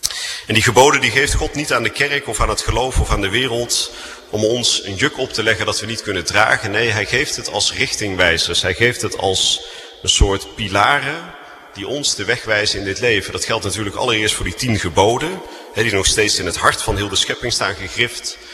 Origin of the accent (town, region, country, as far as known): Netherlands